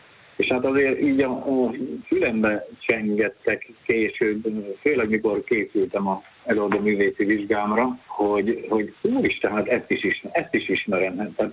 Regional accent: Karcag, Jász-Nagykun-Szolnok, Hungary; Karcagon születtem is, tehát a gyermekkorom is itt is élek a mai napig.

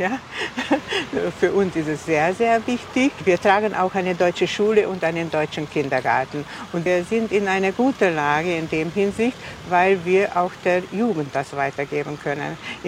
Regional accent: Liptód, Baranya, Hungary; now in Bóly, Hungary; Ich stamme aus Liptod, aus Litauen. Ja, ein ganz kleines Dorf in der Pranau, aber nicht weit von hier. Und ich lebe seit Jahrzehnten, seit über 40 Jahren jetzt schon hier in Buhl.

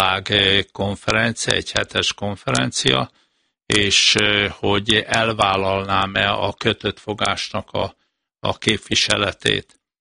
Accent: Hungary; magyar ember vagyok

